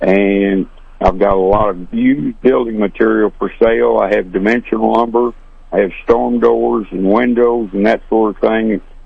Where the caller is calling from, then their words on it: Slater, Missouri, United States; Yes, sir. I'm calling from Slater.